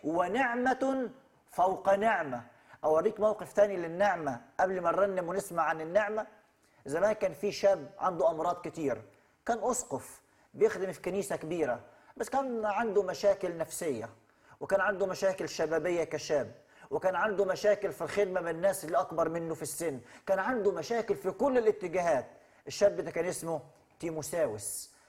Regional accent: Upper Egypt, Egypt; عندنا في الصعيد يقول لك اسأل مجرب ولا تسأل طبيب.

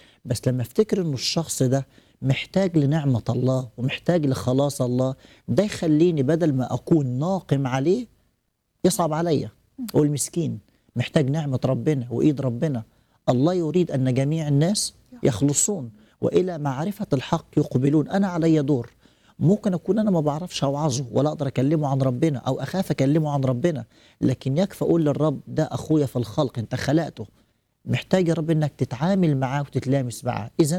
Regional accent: Upper Egypt, Egypt; دايما يقولوا عندنا في الصعيد الناس بالناس.

